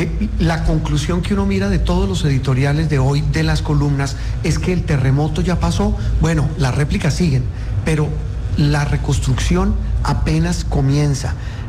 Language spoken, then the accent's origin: Spanish; Colombia